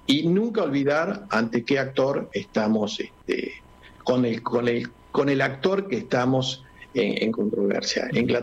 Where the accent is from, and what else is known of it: Salta, Argentina; now in Córdoba, Argentina